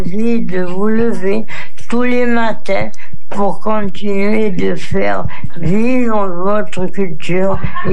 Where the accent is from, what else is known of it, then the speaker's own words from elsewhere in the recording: Saint-Tropez, Provence-Alpes-Côte d'Azur, France; born there; Je suis née à Saint-Tropez.